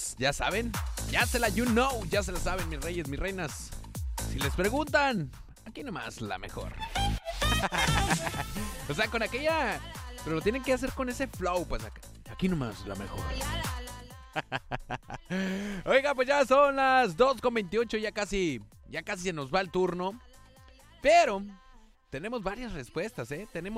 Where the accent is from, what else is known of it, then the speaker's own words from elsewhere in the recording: Mexico; por eso somos mexicanos